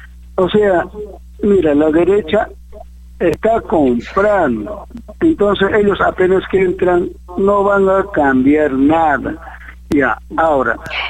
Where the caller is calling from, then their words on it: Arequipa, Peru; aquí en Arequipa